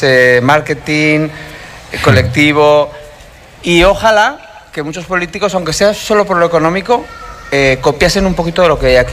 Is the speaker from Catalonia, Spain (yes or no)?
no; Pamplona, Navarre, Spain; now in Maspalomas, Spain; Yo soy de Pamplona.